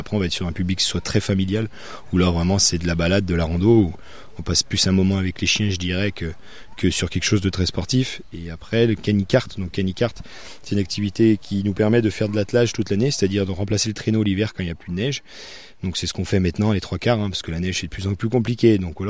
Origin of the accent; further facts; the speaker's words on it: Auvergne-Rhône-Alpes, France; je suis originaire de Marle, dans ces eaux-là.